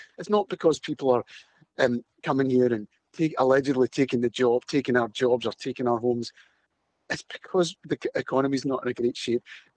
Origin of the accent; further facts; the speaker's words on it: Glasgow, Scotland, United Kingdom; Listen, I was born in Glasgow, lived here all my life. I've raised a family here. I love the city. I'm proud to be Scottish.